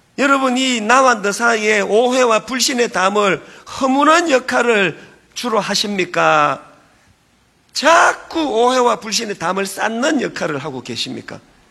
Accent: Gyeongsang, South Korea; born there; 저는 경상도 사람이에요. 태어나 보니까 부모님이 그쪽에서 저를 낳으셨더라고요.

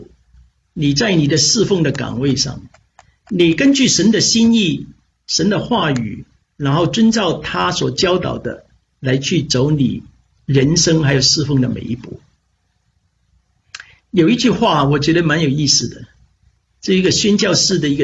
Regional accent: Hong Kong; moved away as an adult; also born or lived in Philippines; 我在香港长大，我一直都没有离开过香港。

